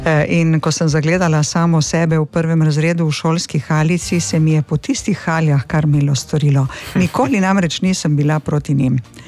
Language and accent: Slovenian; Izola, Coastal–Karst, Slovenia; born there; v Izoli smo sneg bolj redko videli.